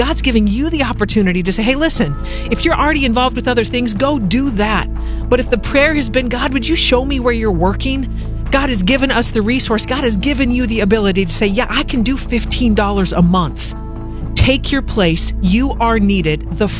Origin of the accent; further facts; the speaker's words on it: Estacada, Oregon, United States; Estacada, Oregon, my hometown